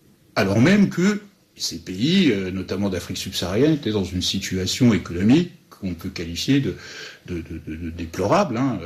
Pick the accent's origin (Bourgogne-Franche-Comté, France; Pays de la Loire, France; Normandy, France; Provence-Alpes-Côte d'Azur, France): Bourgogne-Franche-Comté, France; Dijon; born or raised there